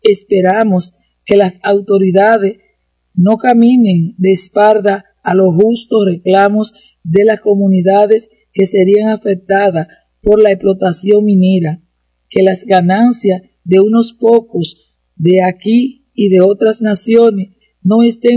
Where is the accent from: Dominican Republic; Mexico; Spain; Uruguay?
Dominican Republic; también como dominicanos celebramos el 31 de mayo, el Día de las Madres.